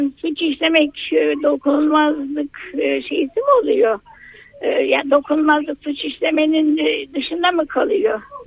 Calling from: Samsun, Turkey; İyi günler, Samsun'dan arıyorum.

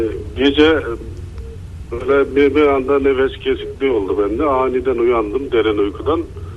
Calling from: Izmir, İzmir, Turkey; İzmir'den arıyorum.

